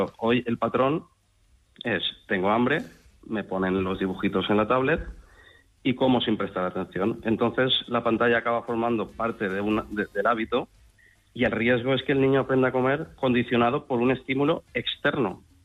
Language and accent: Spanish; Valencia, Valencian Community, Spain; Yo soy mediterráneo, como todos los españoles, pero yo soy de Valencia, que estoy mucho más cerca.